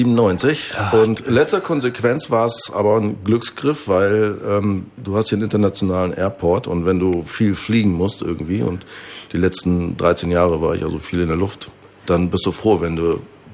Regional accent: Osnabrück, Lower Saxony, Germany; Bin gebürtiger Osnabrücker.

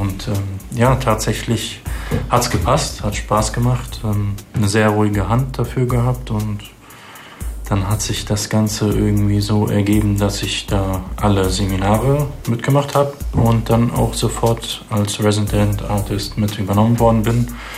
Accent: Lebanon; now in Oberursel, Germany; Also ich komme selber aus dem Libanon.

